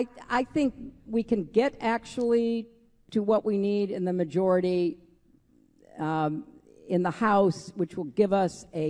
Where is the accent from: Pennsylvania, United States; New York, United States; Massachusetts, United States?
New York, United States; But I'm not a Mainer. I'm a New Yorker.